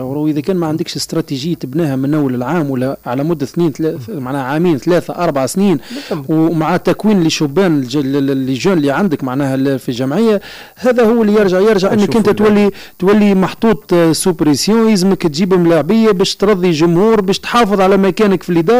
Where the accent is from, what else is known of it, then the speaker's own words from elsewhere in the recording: Tunisia; احنا في تونس